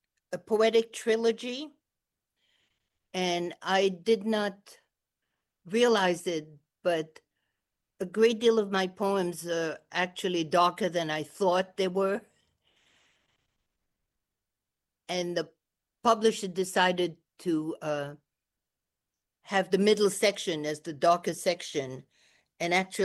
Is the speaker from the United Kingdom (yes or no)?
no; France; first language French; English is a second language; now in United States; My first language was French. I spoke that with my parents after we came to the United States. So I'm still a French speaker, but I'm not a very good writer in French.